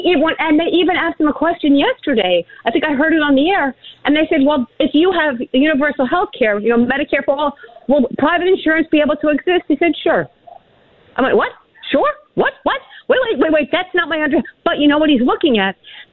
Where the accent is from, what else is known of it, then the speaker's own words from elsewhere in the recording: New York, United States; moved away; I was from New York. I was on my way to being a Methodist minister when I was in college. I'm not a Jew.